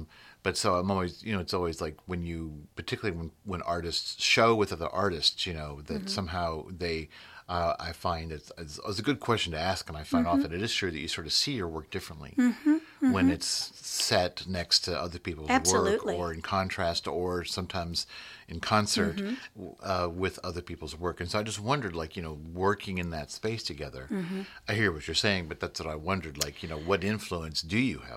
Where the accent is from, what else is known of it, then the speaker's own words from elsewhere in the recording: Louisville, Kentucky, United States; I never lived in New York. I had visited mm-hmm. it once. I grew up in Louisville